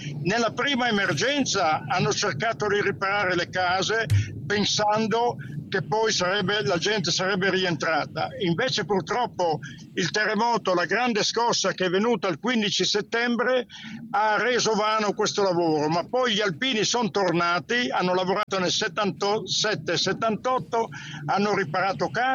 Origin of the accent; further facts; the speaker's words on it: Friuli-Venezia Giulia, Italy; a Trasaghis che era il capoluogo del nostro comune